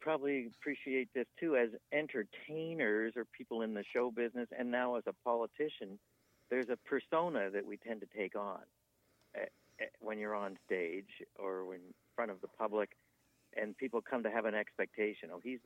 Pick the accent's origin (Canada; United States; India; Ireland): Canada; Guelph, Ontario; my hometown of Guelph